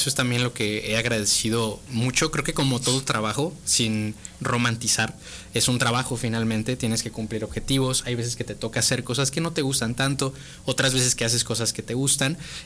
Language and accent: Spanish; Mexico; sobre todo como mexicanos